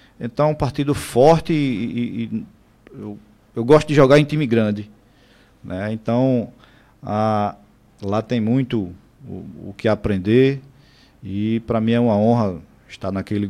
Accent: João Pessoa, Paraíba, Brazil; born there; also born or lived in Teixeira, Paraíba; Só nasci em Teixeira. Só nasci lá. Na Serra de Teixeira. Isso. Lá perto de Princesa Isabel. Em 1977, naquela seca terrível, minha família migrou para João Pessoa. Nos estabelecemos no meu querido Baixo Roger, vizinho ao Campo do Onze. Minha família viveu lá até 1989.

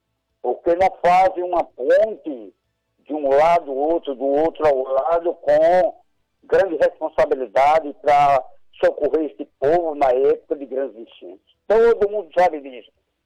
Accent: Santa Rita, Paraíba, Brazil; also born or lived in João Pessoa; Eu sou natural de João Pessoa, mas cresci aqui em Várzea Nova desde 40 anos atrás.

